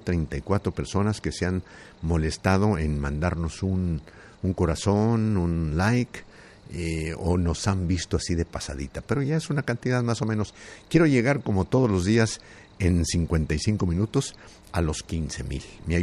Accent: Zacatecas, Mexico; moved away; ¿Por qué no nos ponemos el nombre de nuestro estado? Que me digan de aquí en adelante, el Zacatecas.

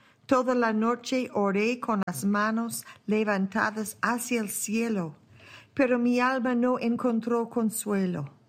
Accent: British Columbia, Canada; En lo natural, también en el Valle Fraser, de donde vengo yo, en Colombia Británica, en Canadá, hay suelo muy rico y la mayoría de las verduras y bayas crecen allí.

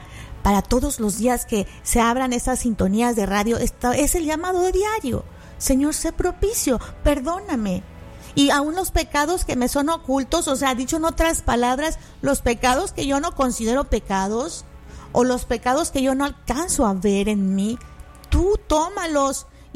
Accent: Monterrey, Nuevo León, Mexico; a todas las personas de Monterrey, de la cual pues yo pertenezco. Yo soy de Monterrey también

